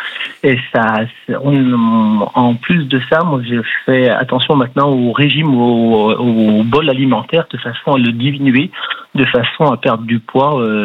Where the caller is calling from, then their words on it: Yenne, Auvergne-Rhône-Alpes, France; Je vous appelle à 30 km de Chambéry. Je vous appelle de Yenne, exactement.